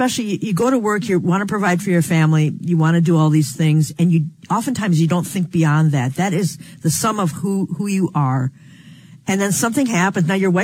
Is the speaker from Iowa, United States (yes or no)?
no; New York, United States; I'm from New York, which was lake effect snow where they'll get, you know, 60 inches in a weekend.